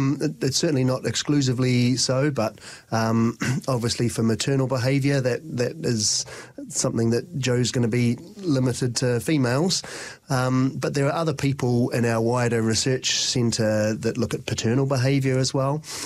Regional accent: Christchurch, Canterbury, New Zealand; when I grew up in Christchurch

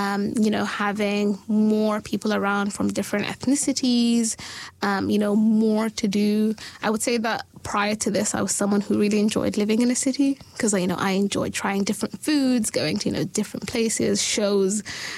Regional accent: Sudan; also born or lived in United Kingdom; now in Dunedin, New Zealand; so I'm from Sudan, so obviously I'm a black Muslim and I wear the hijab. So I am black and I'm Muslim, you know, and I wear the hijab.

